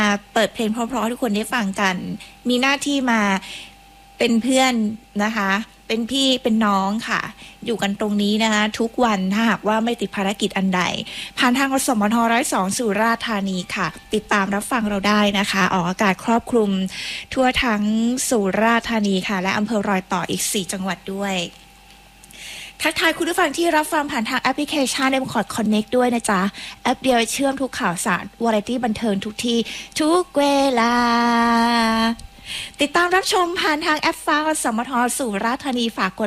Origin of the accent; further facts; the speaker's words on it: Southern Thailand, Thailand; ถึงแม้ว่าเราจะไม่ได้เป็นเด็กกรุงเทพนะคะเราไม่ใช่คนกรุงเทพนะเราเป็นคนใต้เทสใต้สายใต้